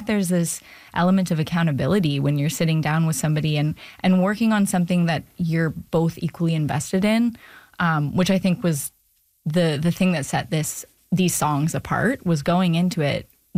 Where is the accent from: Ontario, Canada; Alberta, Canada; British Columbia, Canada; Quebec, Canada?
British Columbia, Canada; Vancouver